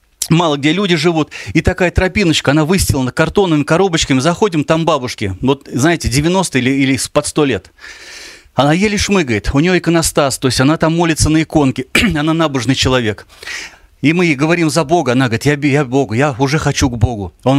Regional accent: Penza, Penza Oblast, Russia; Я говорю, ну, из какой? Мы из Пензы приехали.

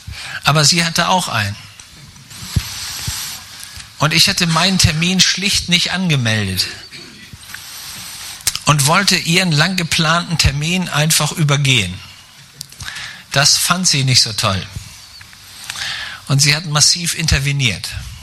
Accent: Schleswig-Holstein, Germany; Wie ihr wisst, komme ich ja aus Schleswig-Holstein. Mein Dialekt lässt das bis heute nicht verborgen.

